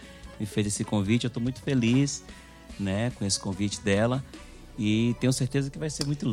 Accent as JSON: {"language": "Portuguese", "region": "Bahia", "country": "Brazil", "tie": "born or raised there", "also_born_or_lived": "Juiz de Fora, Minas Gerais", "said": "eu nasci em Juiz de Fora, mas fui pra Bahia com 2 anos de idade, a família de minha mãe toda baiana. E costumo dizer que eu sou baianeiro, né?"}